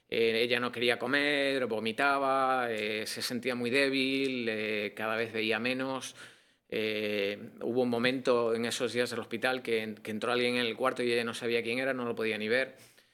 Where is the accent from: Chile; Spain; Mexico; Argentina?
Spain; Yo, bueno, yo soy de España, crecí en una familia muy católica.